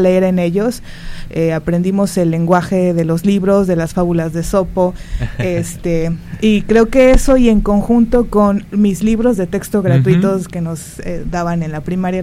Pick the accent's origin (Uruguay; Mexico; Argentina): Mexico; Nayarit; Yo soy originaria de Refilión, es un ranchito ahí cerca de Compostela, 15 minutos antes, no sé si por ahí alguna vez lo han visto. Está cerca del río.